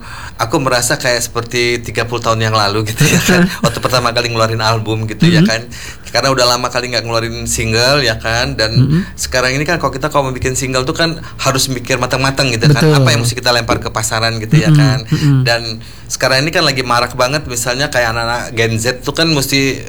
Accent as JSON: {"language": "Indonesian", "town": "Medan", "region": "North Sumatra", "country": "Indonesia", "also_born_or_lived": "Aceh", "moved": "as an adult", "lives_now": "Jakarta, Indonesia", "said": "Iya, anak Medan."}